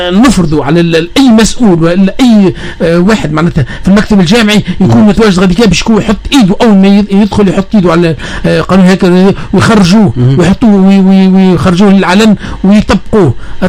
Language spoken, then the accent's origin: Arabic; Tunisia